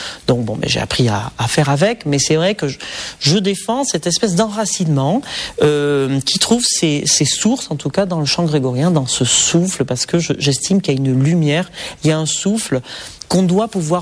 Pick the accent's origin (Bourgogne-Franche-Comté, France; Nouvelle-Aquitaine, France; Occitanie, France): Nouvelle-Aquitaine, France; Puisque, si vous voulez, en grandissant au Pays Basque, donc on a un répertoire de cantiques qui est très différent des cantiques français